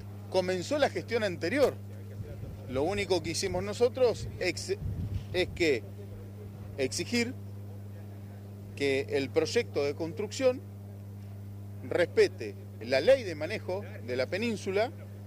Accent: Santa Cruz, Argentina; yo quiero mi patria, yo quiero mi tierra, yo soy argentino, soy santacruceño, amo mi provincia

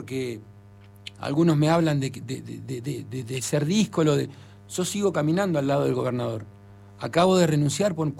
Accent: Zapala, Neuquén, Argentina; born or raised there

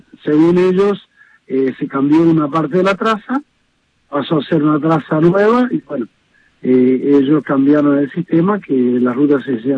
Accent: Aurelia, Santa Fe, Argentina; born there; Yo nací en Aurelia, tengo 62 años.

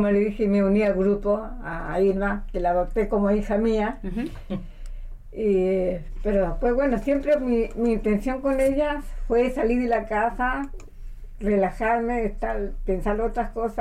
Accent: Valparaíso, Chile; moved away; Vengo de soy chilena.

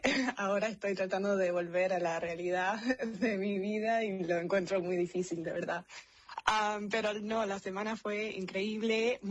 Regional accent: Buenos Aires, Argentina; born there; Sí, yo nací en Argentina, nací en Buenos Aires y mi mamá es de Buenos Aires, pero tengo un papá que es irlandés

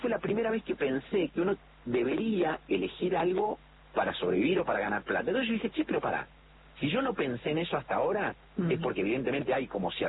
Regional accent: Córdoba, Argentina; born there; En la ciudad de Córdoba.

